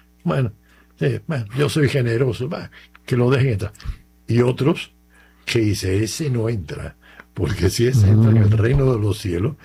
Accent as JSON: {"language": "Spanish", "country": "Cuba"}